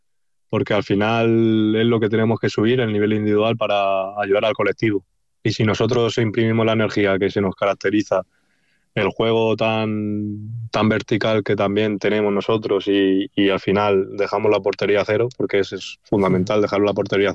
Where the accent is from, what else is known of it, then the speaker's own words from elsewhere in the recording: Toledo, Castilla-La Mancha, Spain; a los que no son de aquí enseñarles lo que es ser de Toledo